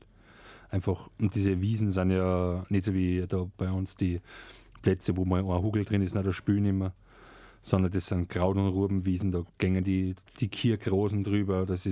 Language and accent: German; Austria; weil es ist super schön bei uns in Österreich.